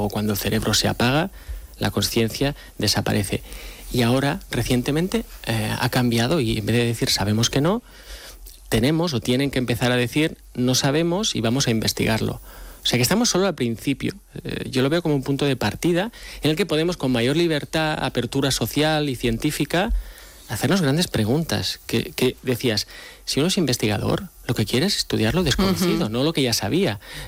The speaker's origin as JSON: {"language": "Spanish", "town": "Barcelona", "region": "Catalonia", "country": "Spain", "lives_now": "Alicante, Spain", "said": "Aunque yo soy de Barcelona, pero ya hace casi 10 años que estoy en Alicante."}